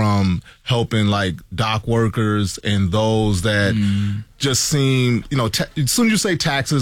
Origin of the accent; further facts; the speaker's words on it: Chicago, Illinois, United States; We're both from Chicago.